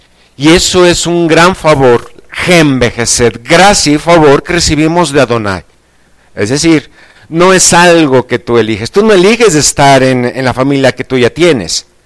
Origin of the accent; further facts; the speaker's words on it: Mexico; O sea, pensemos nosotros que somos mexicanos, la gran mayoría.